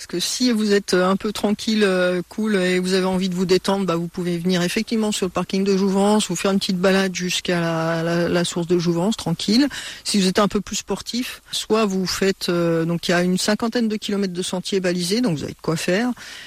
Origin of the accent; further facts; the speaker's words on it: Dijon, Bourgogne-Franche-Comté, France; chez nous à Dijon